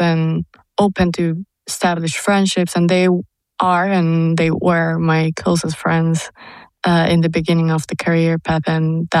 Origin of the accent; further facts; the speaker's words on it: Lima, Peru; English is a second language; moved away as an adult; now in Karlsruhe, Germany; Okay, so I'm from Lima.